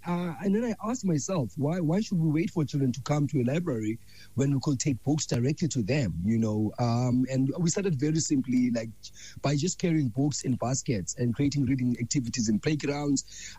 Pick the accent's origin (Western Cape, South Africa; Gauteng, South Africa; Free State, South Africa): Western Cape, South Africa; Vrygrond; I was born and raised in Vryheid, like 15 minutes away from the Muizenberg area.